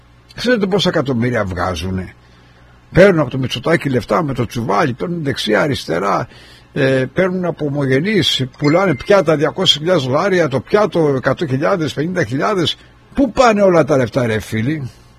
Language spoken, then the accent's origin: Greek; Greece; now in United States; Εμείς τι κάνουμε σαν Έλληνες?